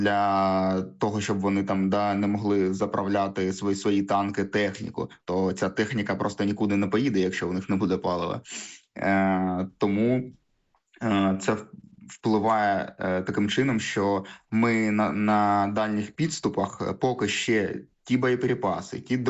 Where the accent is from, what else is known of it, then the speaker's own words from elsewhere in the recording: Luhansk, Luhansk Oblast, Ukraine; moved away as an adult; Не те, що я з Луганської області, я особисто з міста Луганськ.